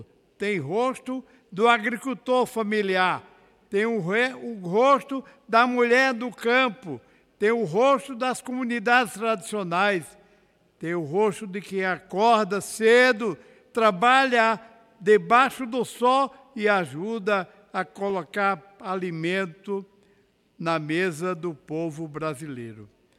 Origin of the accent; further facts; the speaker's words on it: Paraíba, Brazil; E eu digo isso também como paraibano.